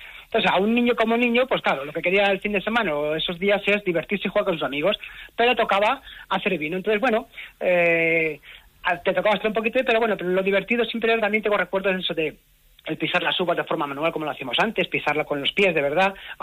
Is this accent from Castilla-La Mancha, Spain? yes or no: yes; Gárgoles, Castilla-La Mancha, Spain; born or raised there